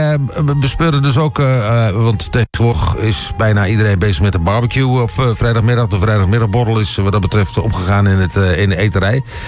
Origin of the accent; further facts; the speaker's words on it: Delden, Overijssel, Netherlands; ik kom dan zelf uit Delden